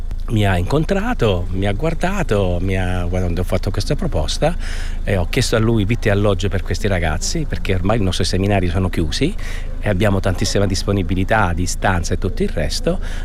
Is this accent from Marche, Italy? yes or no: no; Calabria, Italy; sono calabrese